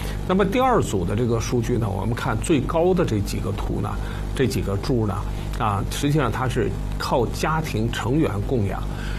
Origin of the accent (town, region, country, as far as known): China